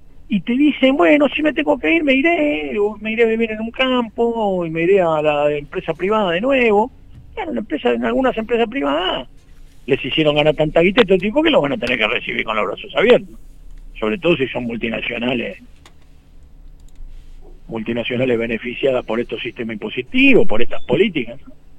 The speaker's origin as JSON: {"language": "Spanish", "country": "Argentina"}